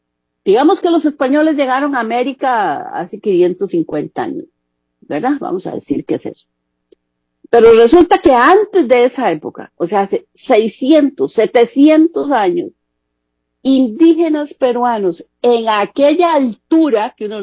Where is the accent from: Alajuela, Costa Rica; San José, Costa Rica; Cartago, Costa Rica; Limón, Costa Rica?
Cartago, Costa Rica; En mi pueblo, Hogar Caliente de Cartago, tenemos un problema bien grande con la contaminación de mantos acuíferos y deforestación